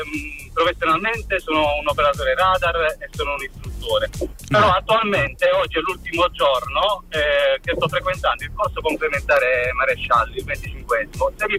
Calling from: Castellaneta, Apulia, Italy; sono di Castellaneta e lavoro a Taranto

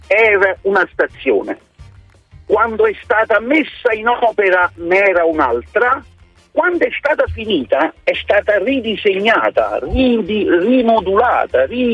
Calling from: Afragola, Campania, Italy; Io sono di Afragola, abito in linea d'aria a 700 metri dalla stazione

